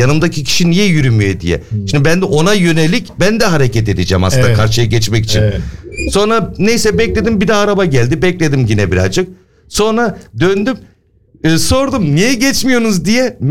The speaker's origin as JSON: {"language": "Turkish", "region": "Hamburg", "country": "Germany", "tie": "born or raised there", "said": "Şimdi ben doğma büyüme hep Altona'daydım."}